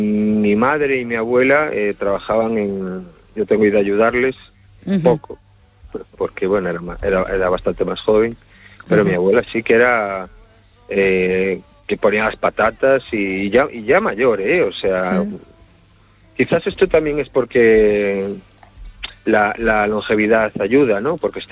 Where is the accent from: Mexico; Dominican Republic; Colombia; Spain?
Spain; Cangas, Galicia; Claro, yo soy de Cangas y tengo ese lenguaje aún de ir a sachar abeija.